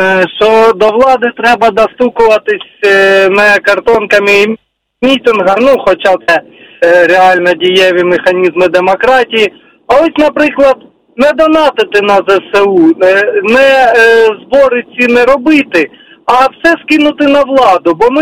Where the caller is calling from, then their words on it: Cherkasy, Cherkasy Oblast, Ukraine; я з Черкас, ветеран